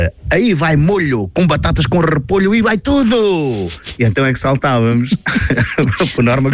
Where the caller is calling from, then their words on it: Cercal, Portugal